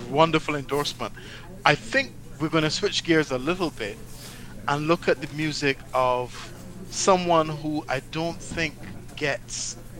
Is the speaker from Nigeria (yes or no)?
no; Fitts Village, Saint James, Barbados; I grew up in Fitz Village in Barbados, in St. James.